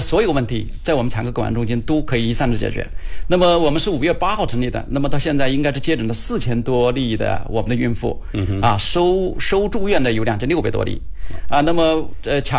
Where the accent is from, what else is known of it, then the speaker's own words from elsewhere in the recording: Foshan, Guangdong, China; 所以我们佛山人应该还是想生啊，爱生敢生。